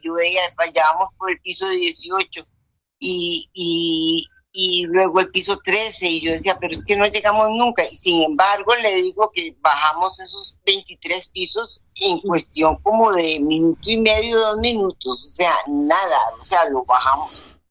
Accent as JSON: {"language": "Spanish", "region": "San José", "country": "Costa Rica", "lives_now": "Medellín, Colombia", "said": "Pues ya yo he pasado la experiencia de terremotos porque yo soy de Costa Rica. Yo estoy viviendo ahora en Medellín, pero yo soy de Costa Rica, de San José."}